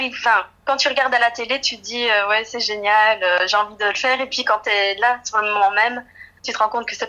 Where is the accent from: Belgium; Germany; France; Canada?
Belgium; Même si je suis de Belgique